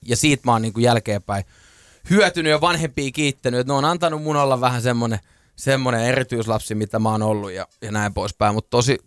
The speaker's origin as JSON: {"language": "Finnish", "town": "Lahti", "region": "Päijänne Tavastia", "country": "Finland", "tie": "born or raised there", "moved": "as an adult", "lives_now": "Helsinki, Finland", "said": "Mä oon Lahdesta, joo, ihan siis Lahdesta Patomäestä ja niinku, mä oon ihan niinku lahtelainen. Ja siellä asuin koko niinku 25-vuotiaaksi asti, nyt kun mä oon 30, niin 5 vuotta stadissa."}